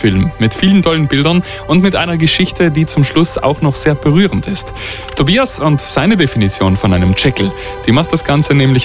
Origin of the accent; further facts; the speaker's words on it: Trentino-Alto Adige, Italy; Und das Thema, das kennen wir Südtiroler und Südtirolerinnen einfach.